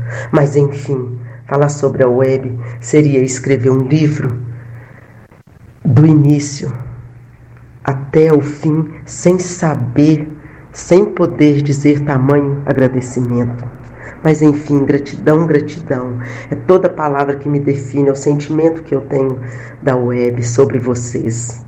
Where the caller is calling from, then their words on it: Ibiá, Minas Gerais, Brazil; Eu falo de Ibiá, Minas Gerais.